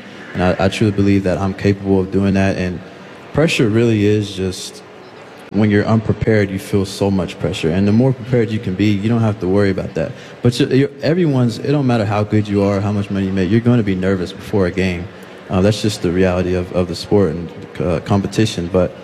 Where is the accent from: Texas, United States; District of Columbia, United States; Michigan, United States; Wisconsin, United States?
Texas, United States; moved away as an adult; So to leave my hometown of Texas and go all the way to the Midwest was very uncomfortable for me and my family